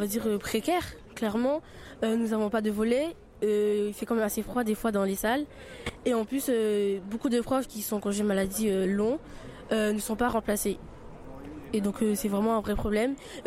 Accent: Sarcelles, Île-de-France, France; je suis habitante de Sarcelles, et ils m'ont envoyé à Villiers-le-Bel. Et aujourd'hui, je me trouve à faire une heure de trajet, alors que je répète encore une fois, j'ai 15 ans.

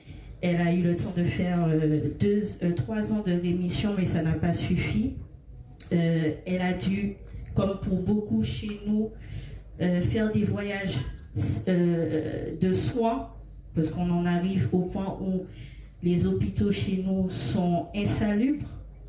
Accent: Martinique; Je bifurque un peu dans toutes les causes qu'il y a chez moi. Je suis de la Martinique.

